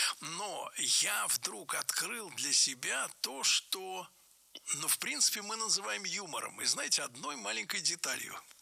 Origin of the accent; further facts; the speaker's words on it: Saint Petersburg, Russia; до этого я был целомудренный и хороший ленинградский мальчик.